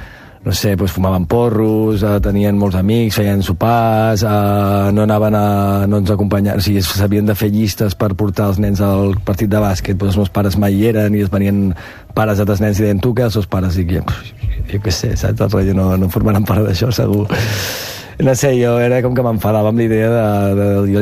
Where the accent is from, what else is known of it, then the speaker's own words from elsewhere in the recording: Verges, Catalonia, Spain; also born or lived in Rupià; Jo vaig viure a Verges, vaig créixer a Verges. La meva família de l'Empordà és de Verges, som fills de Verges, de tota la vida.